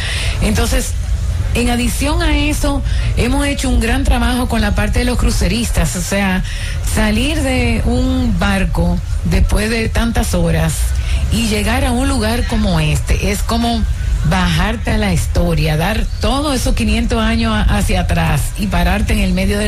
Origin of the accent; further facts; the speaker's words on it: Dominican Republic; Nosotros los dominicanos